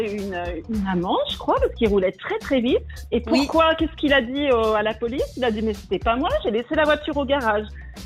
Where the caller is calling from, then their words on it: German-speaking Switzerland, Switzerland; J'appelle de la Suisse alémanique, tout là-haut.